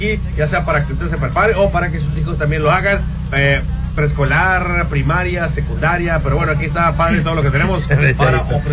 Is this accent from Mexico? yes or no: yes; Mexico; Y ya cuando me regresé aquí a La Juárez, porque yo soy de La Juárez, comadre